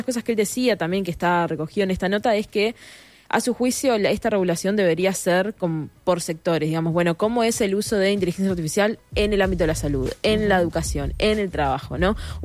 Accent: Montevideo, Uruguay; las conductas que uno espera como montevideano que desarrollen para que todos contribuyamos a un Montevideo más limpio.

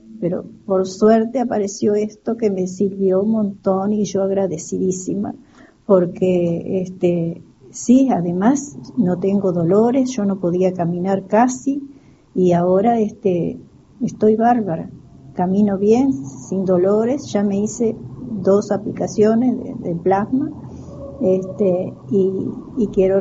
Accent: Pando, Canelones, Uruguay; Pando, sí, vengo de Pando, sí.

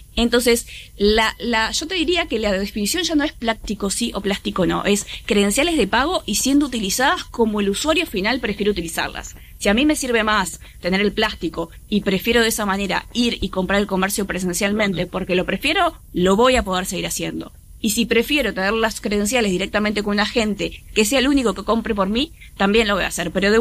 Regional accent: Uruguay; como uruguaya orgullosa que soy

